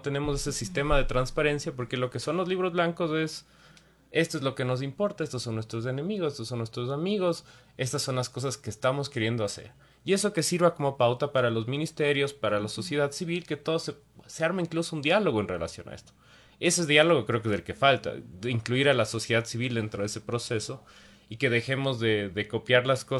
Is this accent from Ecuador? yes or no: yes; Ecuador